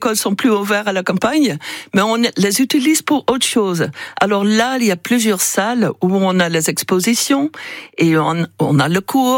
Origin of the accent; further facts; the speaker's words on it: Netherlands; French is a second language; now in Le Petit-Pressigny, France; Je suis néerlandaise